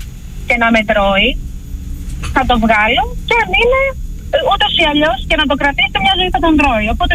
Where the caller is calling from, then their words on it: Varda, Western Greece, Greece; Τηλεφωνώ από Βάρδα.